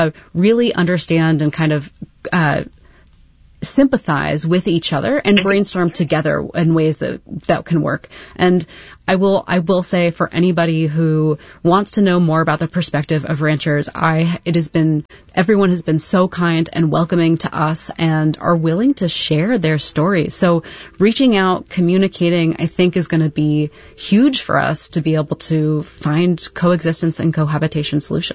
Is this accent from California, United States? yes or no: yes; San Francisco, California, United States; I know I am from San Francisco.